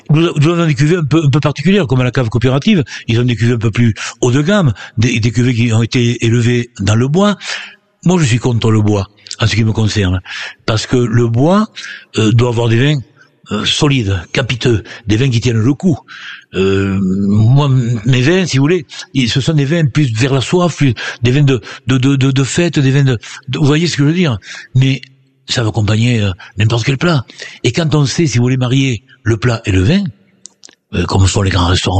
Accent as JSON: {"language": "French", "town": "Marcillac-Vallon", "region": "Occitanie", "country": "France", "said": "Chez nous, à Marcillac"}